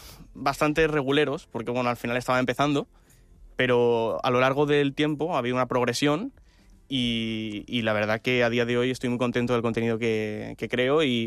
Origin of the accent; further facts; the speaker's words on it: Balearic Islands, Spain; Pues mira, yo soy de aquí, de Mallorca.